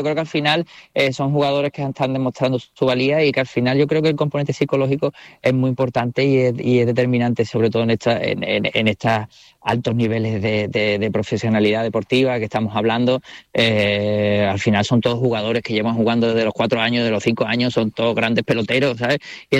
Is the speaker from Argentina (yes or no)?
no; Canary Islands, Spain; born there; Sí, yo nací en Gran Canaria por circunstancias laborales de mi padre